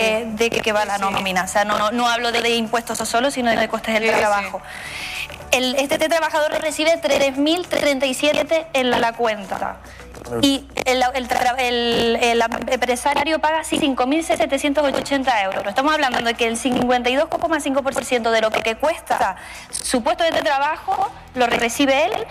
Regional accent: Tenerife, Canary Islands, Spain; nosotros que somos de Tenerife

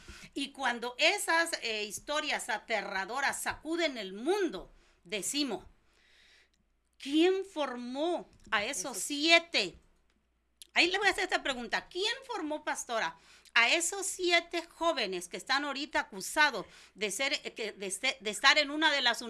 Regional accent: Mexico; estoy triste por algo que pasó en mi país, le dije. En México, hijo.

